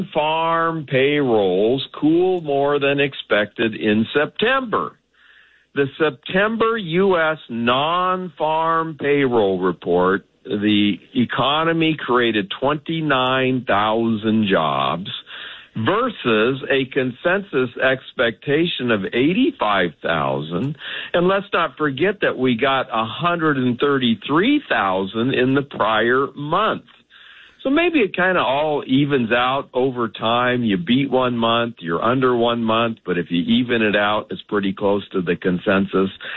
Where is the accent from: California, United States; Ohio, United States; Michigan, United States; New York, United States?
California, United States; San Diego; San Diego, California, my hometown